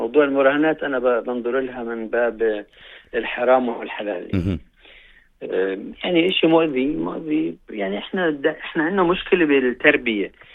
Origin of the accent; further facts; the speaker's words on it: Jordan; إحنا مع أن الحل الوحيد اللي بين إيدينا كأردنيين،